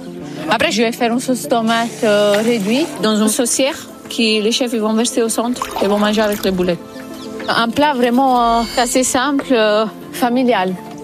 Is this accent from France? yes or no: no; Naples, Campania, Italy; moved away; j'ai grandi à Naples avec mes parents